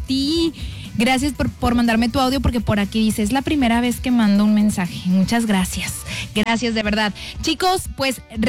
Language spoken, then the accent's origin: Spanish; Mexico